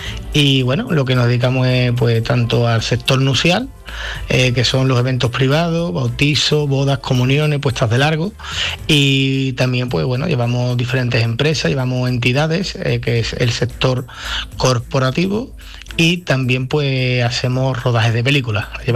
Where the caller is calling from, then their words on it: Santiponce, Andalusia, Spain; Nosotros tenemos la oficina aquí en Santiponce, en Hacienda El Alba.